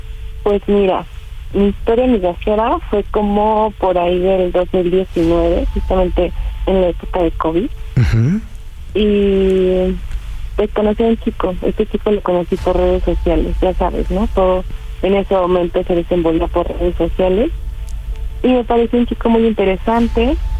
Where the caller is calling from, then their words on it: Mexico City, Mexico; Tengo 27 años y soy aquí de la Ciudad de México.